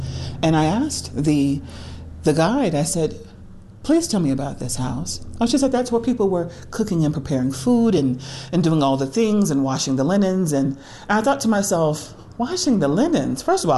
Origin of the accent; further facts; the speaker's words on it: Louisiana, United States; moved away as an adult; now in Colorado, United States; So about 4 years ago, I went to Louisiana, my home state. I'd been living in Colorado for a few years